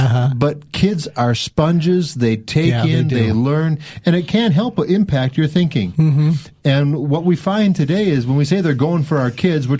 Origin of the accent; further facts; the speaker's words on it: Pacific Northwest, United States; I come from the West Coast, Northwest, and we're in the Northwest